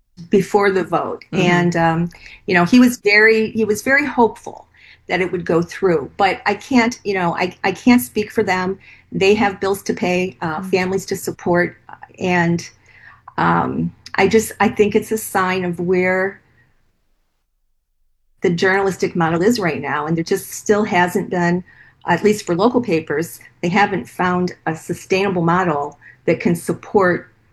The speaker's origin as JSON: {"language": "English", "town": "Toledo", "region": "Ohio", "country": "United States", "tie": "born or raised there", "said": "I was so happy to come back to my hometown to be able to report."}